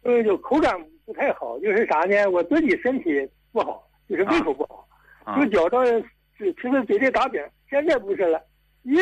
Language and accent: Chinese; Northeast China, China; 我们东北人都劝我早上遛弯去